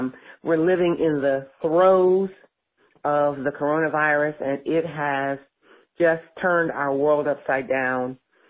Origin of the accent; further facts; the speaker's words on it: Michigan, United States; I'm from Michigan. My daddy was a great pastor.